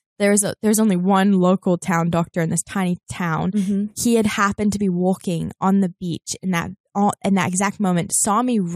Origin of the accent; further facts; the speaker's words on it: New Zealand; moved away as an adult; now in Los Angeles, United States; So I had just several years ago, I just moved to LA. I grew up in New Zealand, moved to LA.